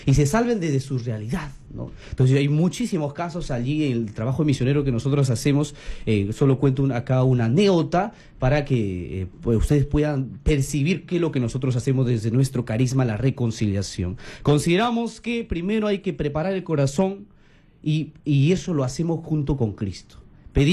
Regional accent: Peru; somos peruanos

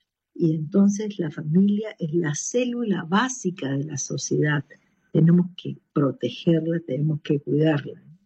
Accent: Peru; Yo soy peruana, yo soy católica y soy miembro de esta familia.

